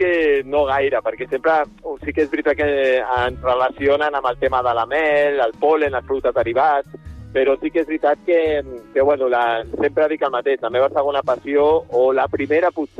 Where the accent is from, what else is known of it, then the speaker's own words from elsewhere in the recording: Sant Cugat del Vallès, Catalonia, Spain; soc fill de Sant Cugat i de la Floresta